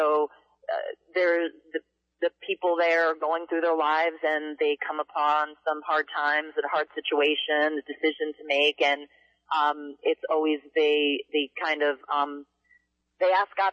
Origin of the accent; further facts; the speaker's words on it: Hoboken, New Jersey, United States; born there; also born or lived in North Bergen / Florida; Yeah, I was born in Hoboken. I lived in North Bergen, and then we moved down to Florida.